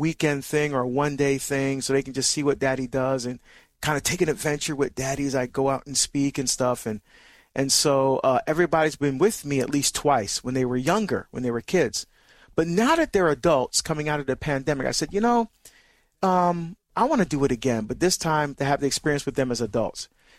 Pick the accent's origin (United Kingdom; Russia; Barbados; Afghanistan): Barbados; moved away; We're going to Barbados this weekend, which is my home country.